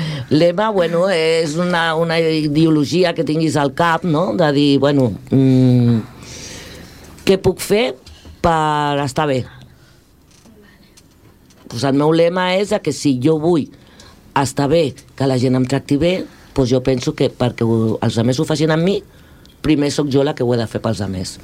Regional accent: Catalonia, Spain; Jo aquí, a Catalunya, ho tinc claríssim. Jo aquí, d'aquí no em moc.

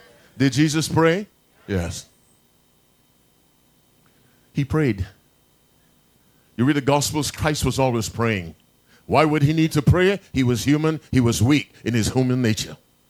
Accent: Barbados; moved away; I'm originally from Barbados

